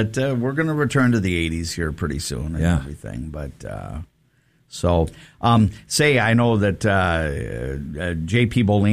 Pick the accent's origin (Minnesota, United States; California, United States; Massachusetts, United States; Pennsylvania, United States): Minnesota, United States; New Hope; now in Alexandria, United States; I know in my hometown they call it Night to Unite in New Hope, Minnesota.